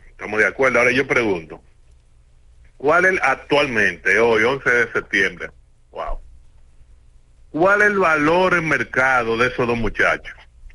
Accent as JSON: {"language": "Spanish", "country": "Dominican Republic", "said": "nosotros como dominicanos."}